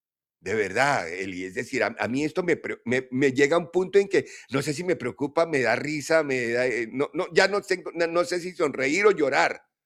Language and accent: Spanish; Colombia; Si yo como colombiano digo, no, me robaron, obviamente estoy generando un cisma.